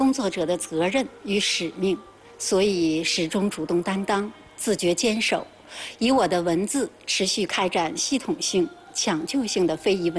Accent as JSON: {"language": "Chinese", "town": "Genhe", "region": "Inner Mongolia", "country": "China", "tie": "born or raised there", "said": "我土生土长在根河，这片临海热土是我生命的起点"}